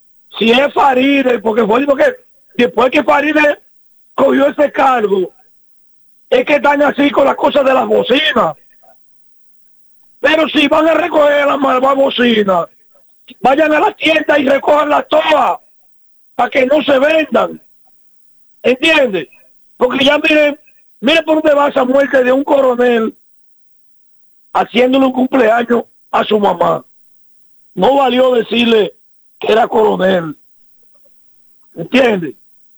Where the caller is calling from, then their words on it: Dominican Republic; nosotros somos dominicanos